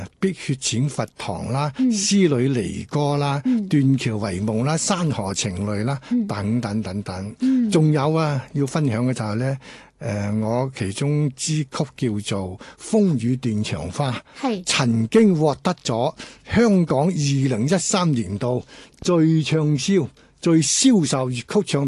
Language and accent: Cantonese; Guangdong, China; 所以呢樣嘢咧，嶺南文化對我哋廣府人嚟講咧，係好多共同點嘅。